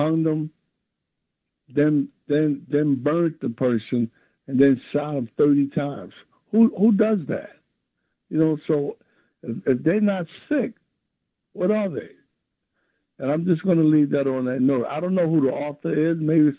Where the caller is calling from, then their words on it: New York City, New York, United States; I'm calling from Brooklyn.